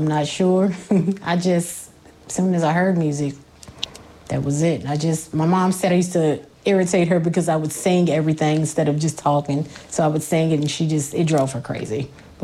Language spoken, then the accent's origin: English; Roanoke, Virginia, United States; I grew up in Roanoke, Virginia.